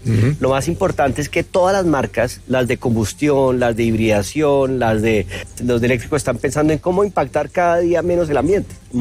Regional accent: Colombia; me siento orgulloso como colombiano de contarlo.

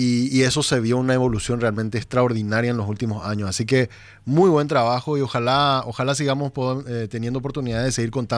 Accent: Paraguay; me siento orgulloso como paraguayo

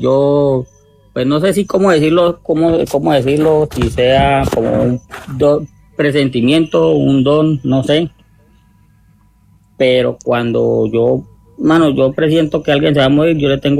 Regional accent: Guamal, Meta, Colombia; Pues, Dani, la verdad, yo soy por acá del Meta, de los Llanos Orientales, más exactamente de Guamal Meta.

